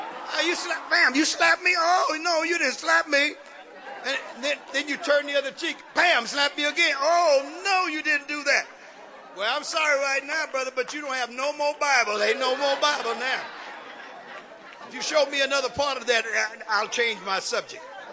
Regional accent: Oakland, California, United States; I'm from West Oakland.

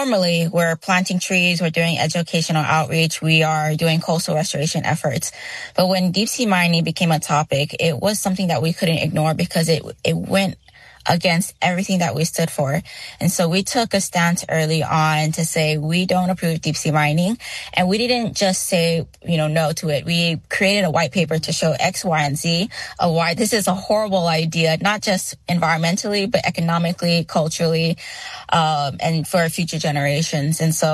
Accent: Pago Pago, Eastern District, American Samoa; born or raised there; also born or lived in California, United States

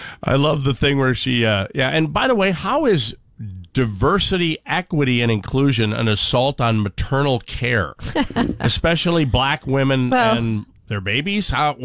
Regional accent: United States; We're American. Just stop it.

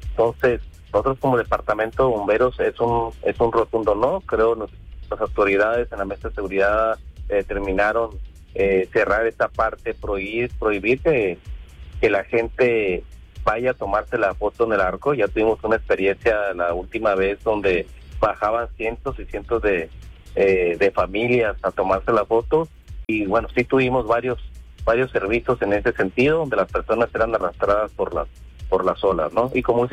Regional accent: La Paz, Baja California Sur, Mexico; now in Cabo San Lucas, Mexico; Yo soy originario de La Paz, con 40 años viviendo aquí en Cabo San Lucas

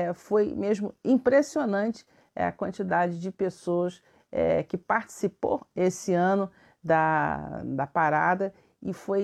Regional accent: Brazil; accent: Brazilian; now in Portugal

